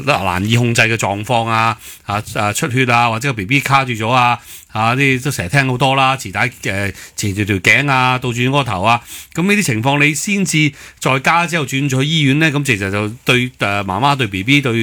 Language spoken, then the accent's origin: Cantonese; Hong Kong; 咁所以我哋香港人呢，有时就唔好坐井观天，